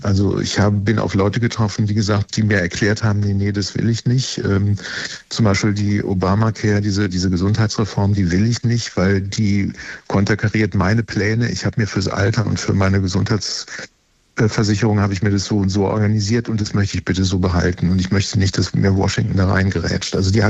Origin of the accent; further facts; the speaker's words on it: Hesse, Germany; now in Berlin, Germany; Ja, hallo aus Berlin nach Hessen in mein Heimatland.